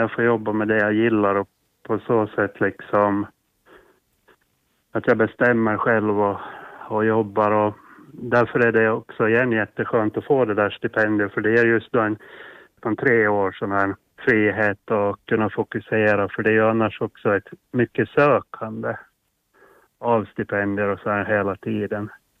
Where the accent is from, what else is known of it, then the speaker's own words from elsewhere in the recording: Åland, Åland Islands; moved away; Jag ser mig alltid som 100% ålänning och född och uppvuxen på Åland